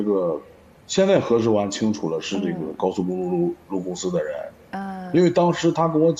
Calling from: Hebei, China; 因为我是河北人，当时

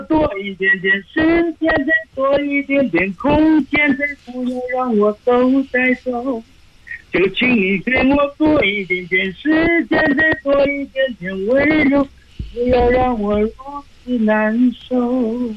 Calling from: Shuyang, Jiangsu, China; 我来自沭阳的。

